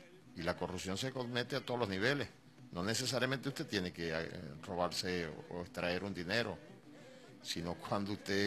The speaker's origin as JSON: {"language": "Spanish", "country": "Venezuela", "said": "nosotros somos venezolanos y este país es de todos"}